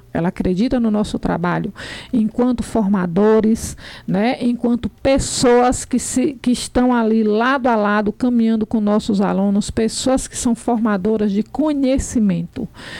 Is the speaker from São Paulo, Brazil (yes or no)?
no; Piritiba, Bahia, Brazil; born there; Onde eu nasci e plantei a minha semente, onde eu constituí minha família.